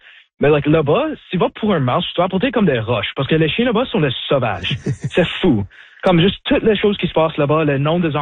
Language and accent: French; Sault Ste. Marie, Ontario, Canada; je viens de Sault Ste Marie, donc j'étais toujours dans ma tête que c'est comme, ah, c'est mon français, c'est pas aussi bon que le français des autres.